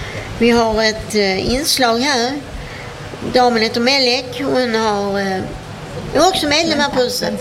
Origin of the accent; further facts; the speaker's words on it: Malmö, Skåne, Sweden; Jag har vuxit upp på travet på Jägersro.